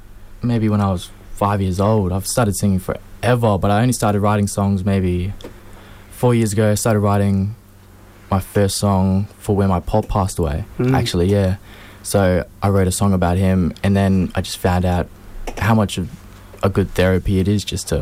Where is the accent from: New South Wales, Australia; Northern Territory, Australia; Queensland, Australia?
Northern Territory, Australia; Darwin; moved away as an adult; I went to Darwin. I was born and raised in Darwin for pretty much all my life, and then I went to boarding school for about 3 years.